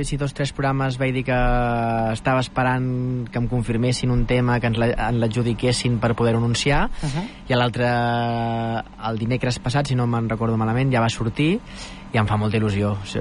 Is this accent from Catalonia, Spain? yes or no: yes; El Vendrell, Catalonia, Spain; Jo he sigut de Vendrell de tota la vida i em considero poc vendrellenc.